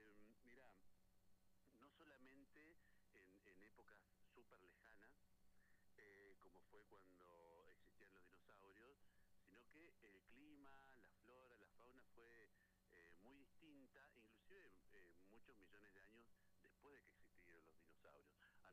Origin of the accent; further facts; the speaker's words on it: Chos Malal, Neuquén, Argentina; also born or lived in La Plata; yo soy oriundo de Chosmalal